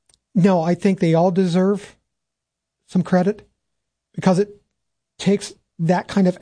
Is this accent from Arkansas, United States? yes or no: no; Ohio, United States; again, I'm from Morrow County, Cardington, Highland, Mount Gilead, Northmore, still have their own schools